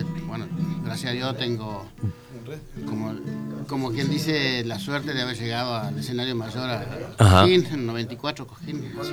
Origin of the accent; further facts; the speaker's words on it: Estación Sosa, Entre Ríos, Argentina; now in Paraná, Argentina; yo soy de Estación Sosa, pero estoy en Paraná.